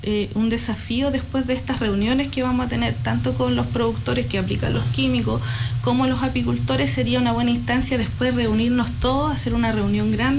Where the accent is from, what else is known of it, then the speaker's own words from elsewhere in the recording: Maule, Chile; moved away; Yo vengo de la región del Maule, donde más se aplica químicos